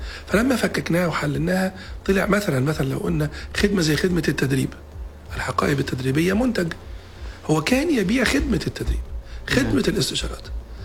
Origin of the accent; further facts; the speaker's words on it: Egypt; عندنا في مصر